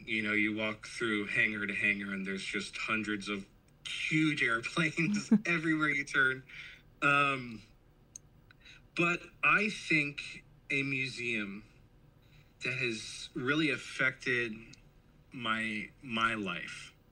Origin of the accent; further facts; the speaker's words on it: Baltimore, Maryland, United States; I grew up in Baltimore, Maryland, inner city Baltimore, Maryland in the early 2000s, which was quite the place to be in the early 2000s.